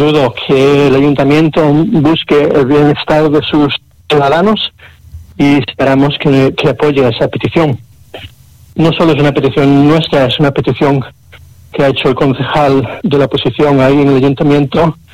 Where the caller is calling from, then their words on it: Dalías, Andalusia, Spain; yo soy vecino de Dadar